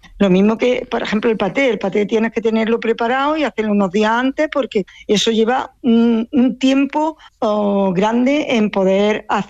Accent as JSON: {"language": "Spanish", "town": "Andújar", "region": "Andalusia", "country": "Spain", "said": "aunque todavía soy joven, y aunque soy de Andújar"}